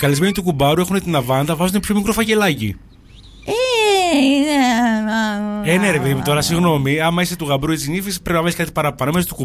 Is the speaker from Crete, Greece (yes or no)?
yes; Galifa, Crete, Greece; είμαστε από τη Γαλλίφα και τη Γέργερη αντίστοιχα